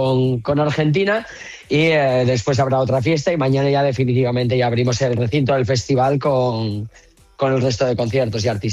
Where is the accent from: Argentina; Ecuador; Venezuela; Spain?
Spain; Asturias; nosotros somos asturianos, lo llevamos en el corazón y en el ADN.